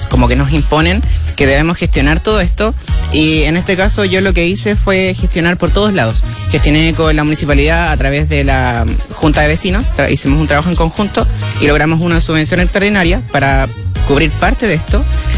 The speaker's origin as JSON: {"language": "Spanish", "country": "Chile", "said": "Sí, latinoamericanos, pero claro, soy el único chileno, y claro, venir desde una localidad alejada que nadie conoce y mostrar y llegar hasta este país"}